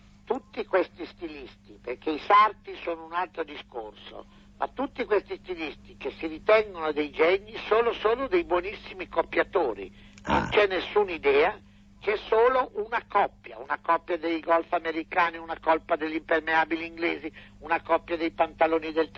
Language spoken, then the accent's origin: Italian; Gualtieri, Emilia-Romagna, Italy; In fondo Gualtieri, però, da cui sono un po' terrorizzato ritornarci, perché la mia terra è piena di ricordi e di atmosfere che un po' mi spaventano, pur amandola molto.